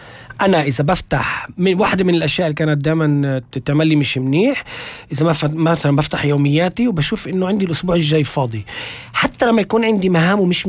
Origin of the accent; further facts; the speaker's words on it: Israel; الواقع تبعي أنا فلسطيني بهي الدولة، أنا أقلية